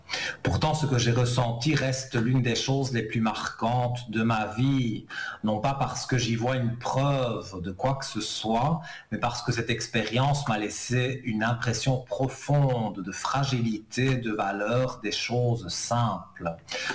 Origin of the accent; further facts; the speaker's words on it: Italy; Ah oui, moi je suis pur italien aussi.